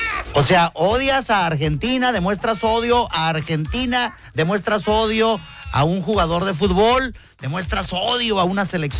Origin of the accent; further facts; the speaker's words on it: Ciudad Juárez, Chihuahua, Mexico; also born or lived in Fresnillo, Zacatecas; No, gordo, soy mexicano. Nací, te voy a decir así de sencillo. Nací el 22 de noviembre de 1972 en el rancho El Refugio de Ábrego, municipio de Fresnillo, Zacatecas, patrimonio de la humanidad. A los 9 meses de nacido me trajeron a Ciudad Juárez